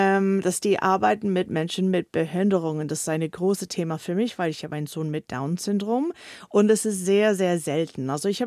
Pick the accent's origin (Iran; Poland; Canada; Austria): Canada; German is a second language; moved away as an adult; now in Tübingen, Germany; Ja, also ich komme aus Kanada. Ich bin hier in Deutschland in Tübingen seit 2016.